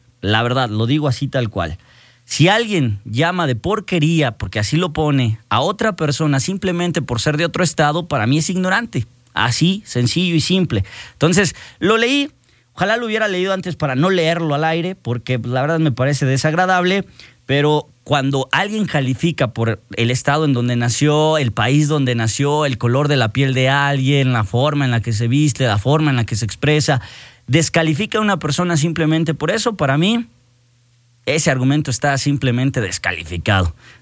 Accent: Mexico; Somos iguales, somos mexicanos

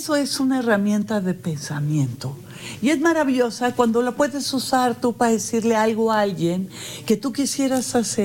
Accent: Mexico City, Mexico; born there; Yo nací allá en la Ciudad de México, pero a mí miles de cosas maravillosas me han pasado en este lugar.

